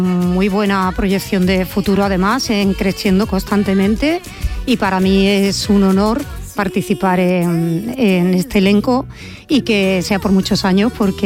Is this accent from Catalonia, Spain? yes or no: no; Palos de la Frontera, Andalusia, Spain; Yo me considero andaluza de Palos de la Frontera, Palos, Frontera, Huelva.